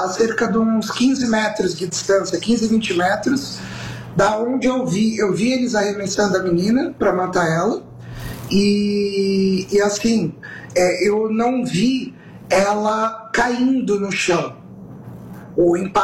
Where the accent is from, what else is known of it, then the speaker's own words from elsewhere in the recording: Baixada Santista, São Paulo, Brazil; Eu sou do litoral, aqui da Baixada.